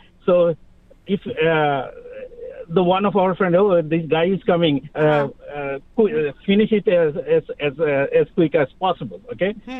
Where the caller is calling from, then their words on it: Kerala, India; I'm calling from the Kerala.